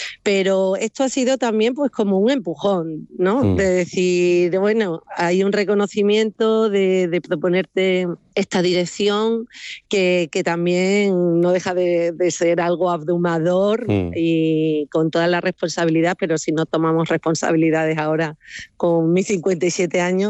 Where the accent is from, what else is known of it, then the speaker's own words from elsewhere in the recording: Cáceres, Extremadura, Spain; Cacereña de pura cepa, sí.